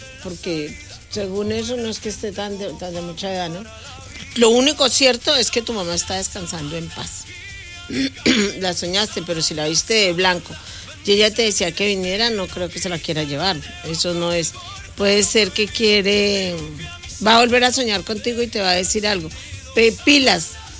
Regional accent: Colombia; yo soy colombiana

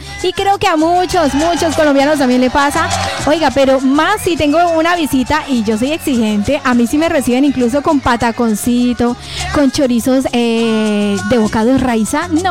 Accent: Colombia; O bueno, como buen colombiano, siempre cuando nos ponen el cafecito sin pan

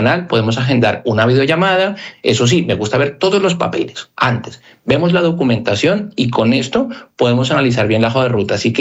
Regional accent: Colombia; now in Spain; en este caso los que somos de Colombia

